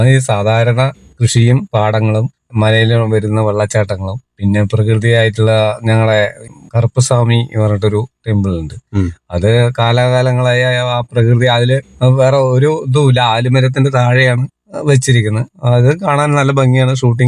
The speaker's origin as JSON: {"language": "Malayalam", "area": "Palakkad", "region": "Kerala", "country": "India", "tie": "born or raised there", "said": "ജനിച്ചു വളർന്ന ഇവിടുന്ന് ഒരു എടച്ചറ പറഞ്ഞ സ്ഥലത്താണ് ഞാൻ ജനിച്ചത്."}